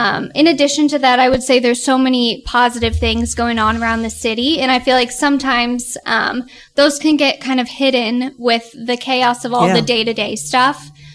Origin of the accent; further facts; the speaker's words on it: Evansville, Indiana, United States; I was born and raised in Evansville, and I care really deeply about this community.